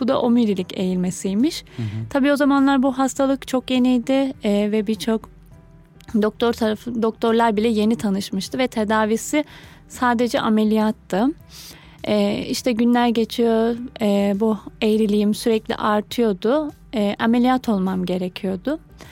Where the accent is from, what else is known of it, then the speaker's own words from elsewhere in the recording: Kahramanmaraş, Turkey; 29 yaşındayım. Evliyim, Kahramanmaraşlıyım.